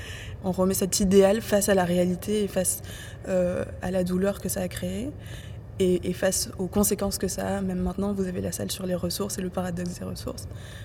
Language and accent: French; France; now in Belgium; Mais en tant que Française, on a aussi un passé colonial qui est vraiment très compliqué.